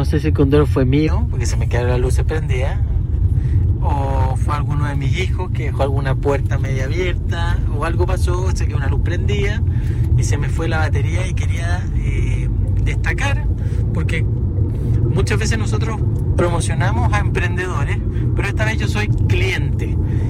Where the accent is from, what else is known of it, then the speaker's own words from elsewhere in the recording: Iquique, Tarapacá, Chile; yo como buen iquiqueño, con harto frío